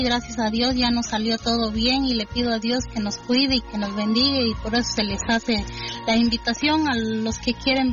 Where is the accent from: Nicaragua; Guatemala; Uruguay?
Guatemala; Huehuetenango; yo vengo de Chilcalcuilco, Huehuetenango.